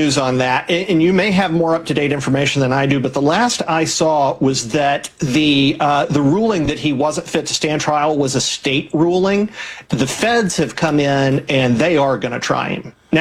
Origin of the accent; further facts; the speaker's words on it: Memphis, Tennessee, United States; born there; Memphis is kind of my hometown.